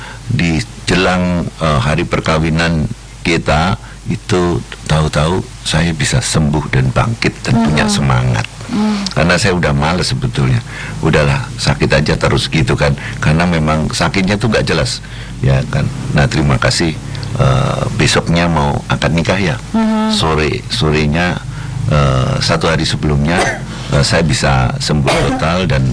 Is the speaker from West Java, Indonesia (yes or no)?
no; Klaten, Central Java, Indonesia; saya ini orang Klaten